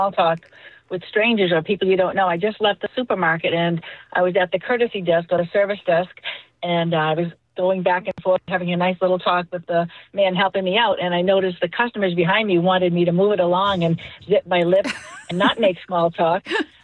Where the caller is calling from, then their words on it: Brewster, Massachusetts, United States; Yes, actually, I'm calling from Brewster, Mass.